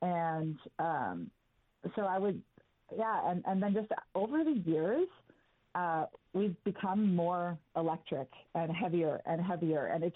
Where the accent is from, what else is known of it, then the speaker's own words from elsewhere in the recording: Vancouver, British Columbia, Canada; I'm one of the singers and songwriters in … So I'm from Vancouver